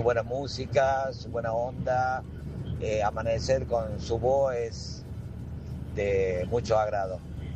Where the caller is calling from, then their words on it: Arroyito, Córdoba, Argentina; Desde aquí de Arroyito … le habla de la ciudad más dulce de la provincia y del país.